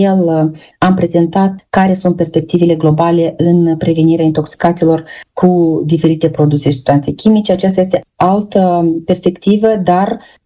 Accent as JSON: {"language": "Romanian", "country": "Moldova", "moved": "as an adult", "lives_now": "Switzerland", "said": "Moldova rămâne acasă pentru mine, indiferent dacă mă aflu aici, chiar dacă la moment activez acum într-un context internațional și în Elveția, vin din Republica Moldova"}